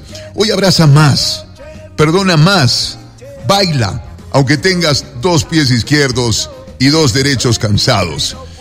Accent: Ecuador; como buen latino, como buen ecuatoriano

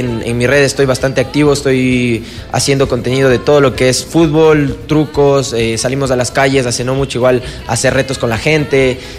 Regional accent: Ecuador; Representando al Ecuador, siendo el primer ecuatoriano en ir a un torneo mundial de freestyle.

